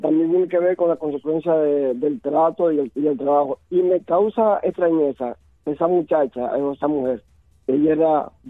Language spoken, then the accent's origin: Spanish; Dominican Republic; En mi país, Dominicana, hay un departamento que se llama Profamilia